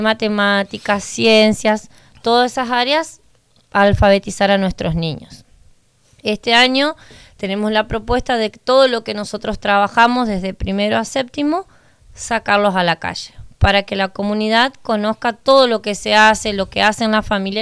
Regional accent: Santa Fe, Argentina; now in Reconquista, Argentina; yo no soy de Reconquista, soy de Román.

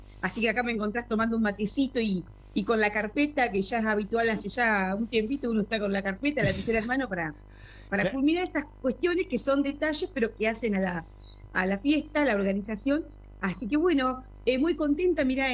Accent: Buenos Aires Province, Argentina; somos sureros por esencia, somos bonaerenses

